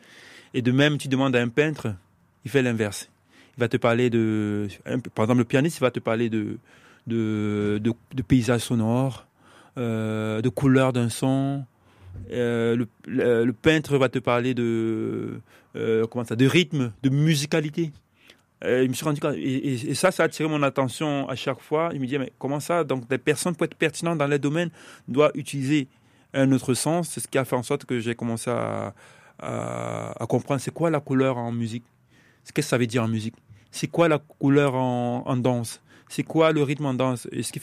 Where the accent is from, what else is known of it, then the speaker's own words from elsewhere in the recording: Cameroon; moved away; je viens du Cameroun, au Cameroun, je vivais déjà comme un exilé.